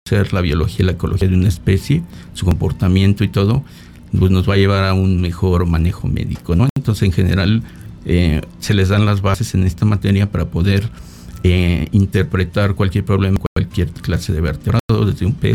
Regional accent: Mexico City, Mexico; yo soy de la Ciudad de México

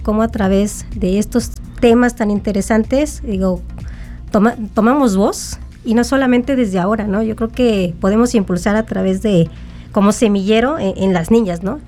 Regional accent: San Luis Potosí, Mexico; yo soy de San Luis Potosí, capital

